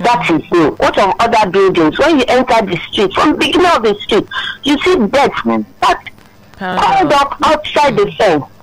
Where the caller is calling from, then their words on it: Lagos, Nigeria; I'm calling from Baja.